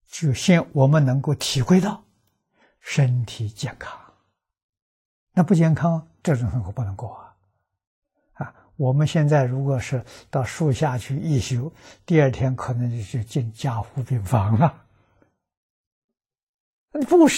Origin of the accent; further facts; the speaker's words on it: China; 我们中国人常说人道无求品质高啊